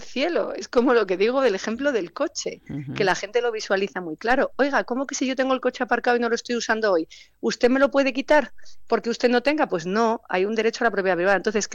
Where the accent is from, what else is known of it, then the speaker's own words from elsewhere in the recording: Madrid, Community of Madrid, Spain; yo soy madrileña